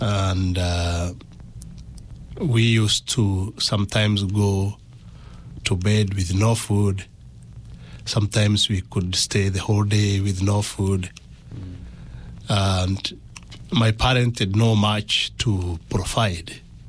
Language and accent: English; Embu, Embu County, Kenya; moved away as an adult; I was born in Embu, Kenya. Embu is in the slopes of Kenya. It's the largest and tallest mountain in Kenya